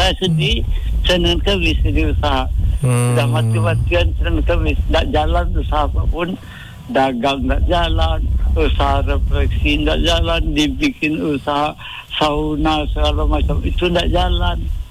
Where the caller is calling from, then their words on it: Surabaya, East Java, Indonesia; ini mungkin pendapat saya di Surabaya ini agak beda yang kali ini nih